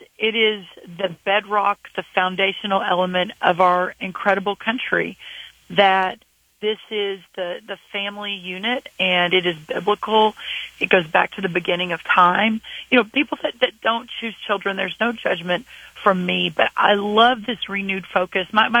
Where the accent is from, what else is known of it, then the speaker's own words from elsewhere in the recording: Texas, United States; I grew up in agriculture. I'm the granddaughter of row croppers from Minnesota. I grew up with cattle in Texas.